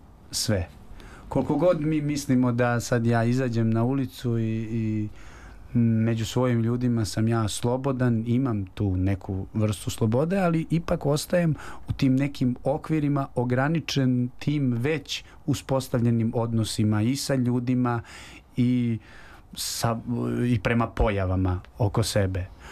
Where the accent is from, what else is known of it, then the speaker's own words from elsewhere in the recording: Užice, Šumadija and Western Serbia, Serbia; za grad Užice, kojega je nažalost, odakle sam ja